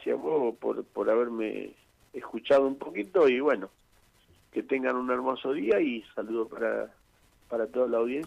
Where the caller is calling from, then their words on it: Ramallo, Buenos Aires Province, Argentina; siendo que somos de Ramallo